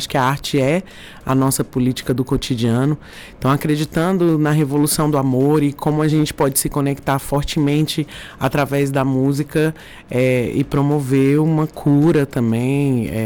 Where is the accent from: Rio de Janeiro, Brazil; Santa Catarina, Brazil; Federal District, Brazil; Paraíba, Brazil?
Federal District, Brazil; Brasília; moved away as an adult; now in São Paulo, Brazil; Foi quando eu me mudei de Brasília definitivamente. Eu falei, vou me arriscar aí na estrada e cheguei nessa cidade gigantesca. Meu irmão, a gente vindo da roça, que é Brasília, chegar num mundo desse aqui, que é São Paulo, né?